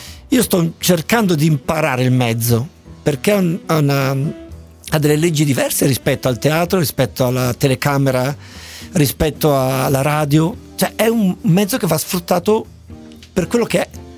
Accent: Genoa, Liguria, Italy; Io volevo fare psicologia, ma era a Padova, io sono di Genova.

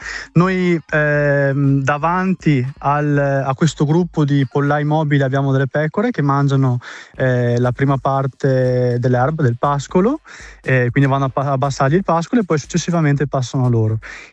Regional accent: Badia Calavena, Veneto, Italy; Io sono di Badia Calavena.

